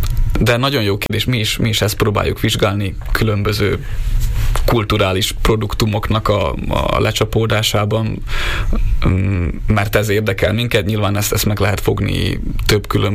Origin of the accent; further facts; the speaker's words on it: Trnava Region, Slovakia; én is inkább így, így csallóköziként hivatkoznék magamra